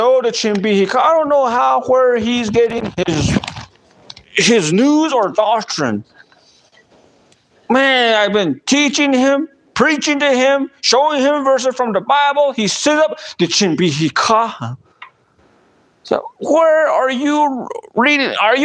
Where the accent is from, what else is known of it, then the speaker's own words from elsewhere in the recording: United States; I'm an American.